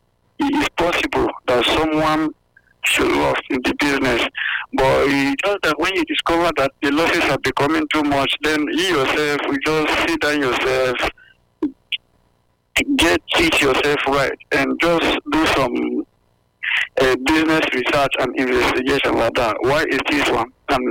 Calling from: Benin; Yeah, I'm calling from Benin.

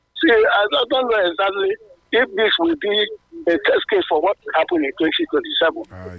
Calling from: Nigeria; calling from Rama Park.

